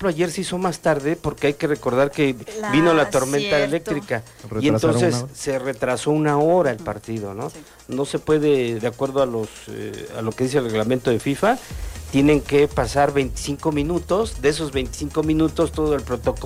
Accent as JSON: {"language": "Spanish", "country": "Mexico"}